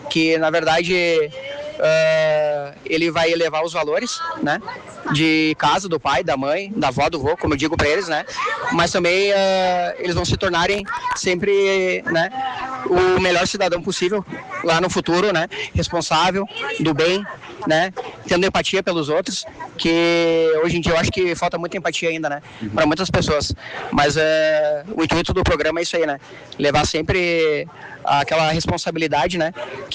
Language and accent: Portuguese; Montenegro, Rio Grande do Sul, Brazil; Sou de Montenegro, né? Sou da ICES de Montenegro lá, sou natural de Montenegro, então 12 anos aí, né?